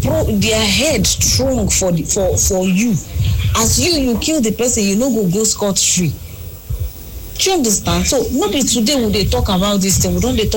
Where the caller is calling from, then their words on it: Port Harcourt, Rivers, Nigeria; I come from Port Harcourt.